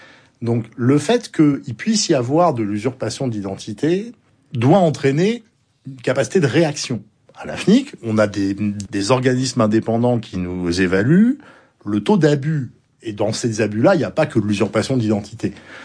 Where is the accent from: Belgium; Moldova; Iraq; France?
France; Bordeaux, Nouvelle-Aquitaine; Moi, je suis bordelais